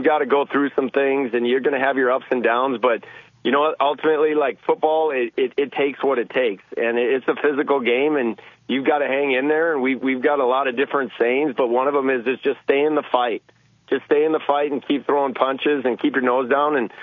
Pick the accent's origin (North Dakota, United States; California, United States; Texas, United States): North Dakota, United States; Bismarck; And then, you know, my hometown of Bismarck, Greg Esslinger was an outstanding Gopher